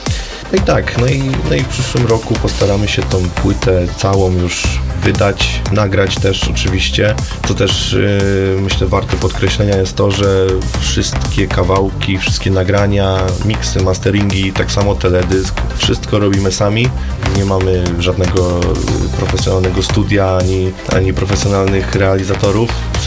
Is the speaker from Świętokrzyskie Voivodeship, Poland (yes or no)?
no; Tarnów, Lesser Poland, Poland; jesteśmy z Tarnowa wszyscy